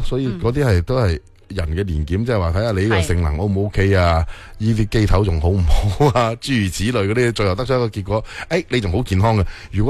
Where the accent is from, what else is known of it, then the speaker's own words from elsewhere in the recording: Guangdong, China; accent: Cantonese; 我哋广东话好多时候我哋有啲忌讳啊，包括入院嘅话，我哋都叫入厂修理。